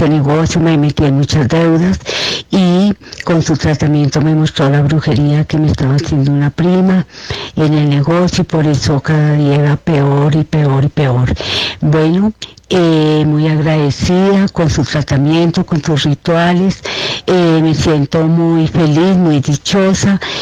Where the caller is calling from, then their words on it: Tunja, Boyacá, Colombia; estoy llamando de Tunja, Boyacá.